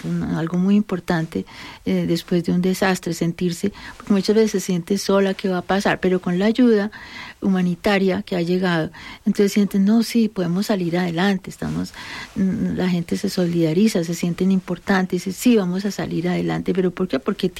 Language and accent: Spanish; Colombia; nos ha caracterizado como colombianos